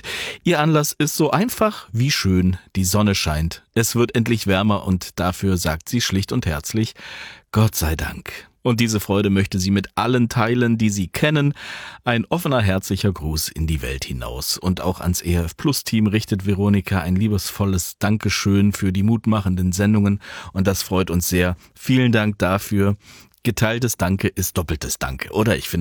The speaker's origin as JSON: {"language": "German", "town": "Leverkusen", "region": "North Rhine-Westphalia", "country": "Germany", "tie": "born there", "said": "als gebürtiger Leverkusener ist mir rechtsrheinisch ja immer ganz, ganz lieb."}